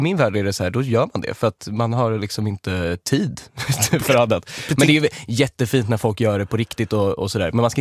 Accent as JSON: {"language": "Swedish", "town": "Lidingö", "region": "Stockholm County", "country": "Sweden", "said": "jag kommer ju från Lidingö, lite så överklasssamhälle."}